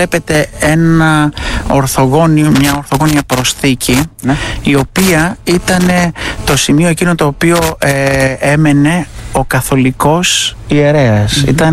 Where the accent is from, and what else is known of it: Greece